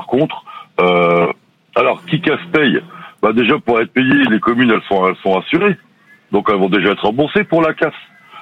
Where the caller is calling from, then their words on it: Lille, Hauts-de-France, France; Je suis sur la région lilloise